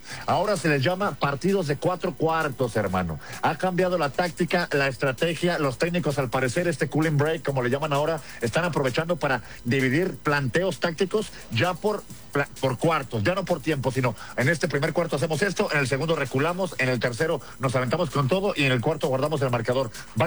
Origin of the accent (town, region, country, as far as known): Mexico